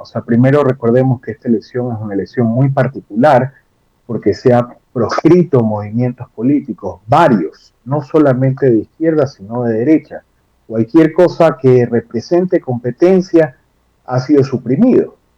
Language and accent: Spanish; Ecuador; born there; also born or lived in Chile; yo soy ecuatoriano, nacido en Ecuador y también soy chileno